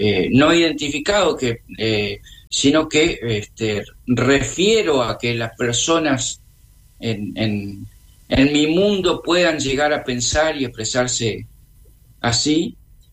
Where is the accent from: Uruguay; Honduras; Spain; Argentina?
Uruguay; yo si no sería uruguayo, sería argentino